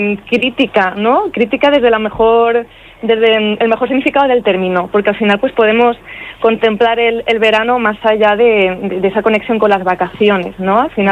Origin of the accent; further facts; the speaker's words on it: Benidorm, Valencian Community, Spain; yo soy de Benidorm, entonces claro, aquí de alguna manera hablo de mis diarios de preadolescente y de postadolescente y claro, al final todo esto bajo el marco espacial que es mi ciudad, que es Benidorm.